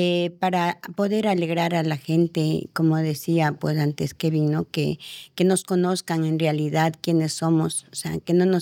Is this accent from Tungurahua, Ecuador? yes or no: yes; Ambato, Tungurahua, Ecuador; moved away as an adult; now in France; Soy de Ecuador, de la ciudad de Ambato. Estoy desde el 2016 aquí en Francia.